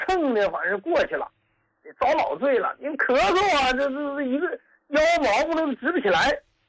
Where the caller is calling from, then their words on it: Qiqihar, Heilongjiang, China; 嗯，我是黑龙江的。